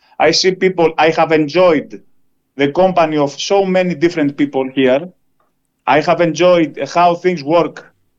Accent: Kalamata, Peloponnese, Greece; I've met them on my hometown, which is Kalamata, Greece, a southwest place in the Peloponnese, in the Mediterranean.

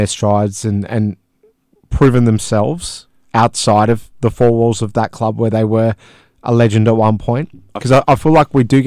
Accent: Australia

